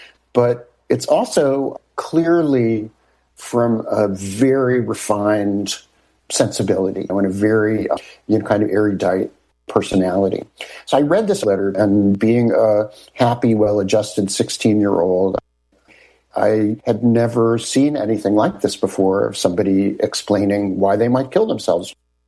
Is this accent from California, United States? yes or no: yes; Los Angeles, California, United States; I'm from Los Angeles.